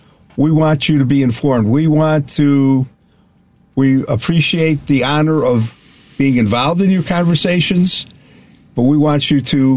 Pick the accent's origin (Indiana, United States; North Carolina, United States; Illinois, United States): Illinois, United States; Chicago; Growing up here